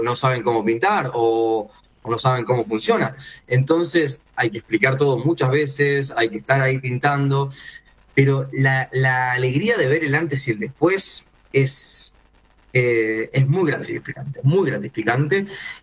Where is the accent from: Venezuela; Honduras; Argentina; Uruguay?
Uruguay; Montevideo; Somos todos montevideanos acá en su mayoría